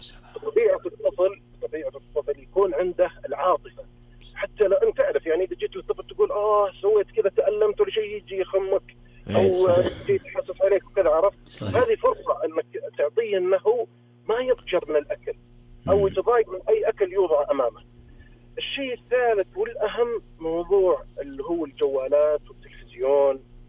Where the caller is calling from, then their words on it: Riyadh, Riyadh Province, Saudi Arabia; أنا من الرياض.